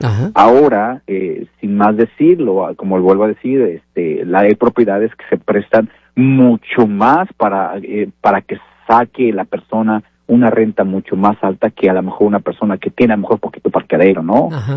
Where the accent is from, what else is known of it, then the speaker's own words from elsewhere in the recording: Mexico; parece que me vengo a retirar, soy mexicano, pero quiero retirarme aquí